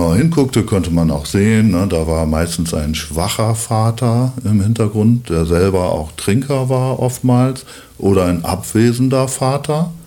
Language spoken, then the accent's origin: German; Lower Saxony, Germany; accent: East Frisian; moved away as an adult; also born or lived in Freiburg; Also ich bin gebürtiger Ostfriese, das werde ich sprachlich auch nicht ganz verbergen können.